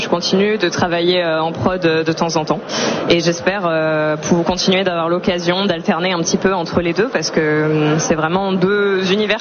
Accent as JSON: {"language": "French", "region": "Provence-Alpes-Côte d'Azur", "country": "France", "tie": "born or raised there", "said": "dans ma région natale de Provence."}